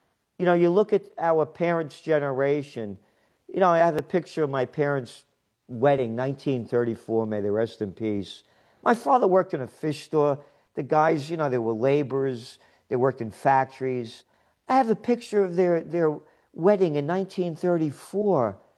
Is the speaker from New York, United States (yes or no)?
yes; New York City, New York, United States; now in Kingston, United States; You know, it's not the New York I grew up in the Bronx. It's a whole different trip.